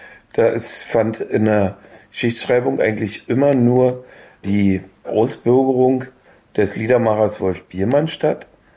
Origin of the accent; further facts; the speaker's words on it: Germany; bin ja auch Ossi, DDR-Bürger gewesen